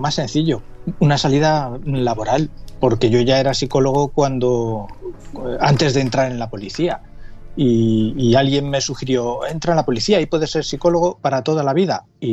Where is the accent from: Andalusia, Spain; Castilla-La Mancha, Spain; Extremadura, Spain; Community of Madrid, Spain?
Community of Madrid, Spain; Madrid; mi infancia en Vallecas fue complicada. Eran años duros, eran años de heroína.